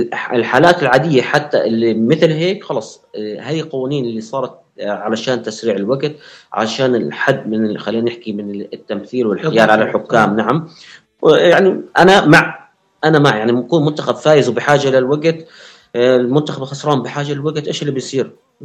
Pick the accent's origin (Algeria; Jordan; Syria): Jordan; عندنا بالأردن